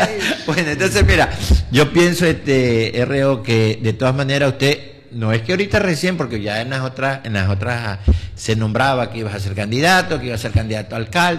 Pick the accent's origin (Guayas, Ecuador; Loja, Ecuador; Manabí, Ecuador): Manabí, Ecuador; Manta; yo me crié en las Villas del Seguro, ahí donde vivía su mamá.